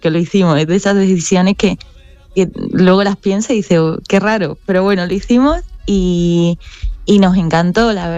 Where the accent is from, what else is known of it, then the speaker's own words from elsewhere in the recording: Cádiz, Andalusia, Spain; accent: mixed; moved away as an adult; also born or lived in Madrid; now in Uruguay; Bueno, yo soy de allí, de Cádiz. Cuando estudié la carrera me fui a Madrid unos años